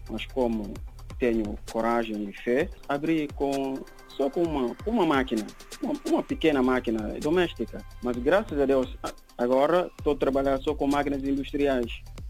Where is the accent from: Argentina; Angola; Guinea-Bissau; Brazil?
Guinea-Bissau; Bissau; moved away as an adult; now in Portugal; Nasci em Guiné.